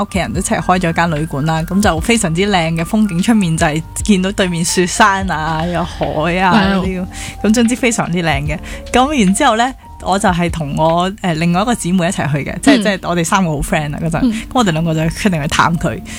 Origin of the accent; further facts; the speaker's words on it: Hong Kong; 咁作为香港人，我系想象唔到。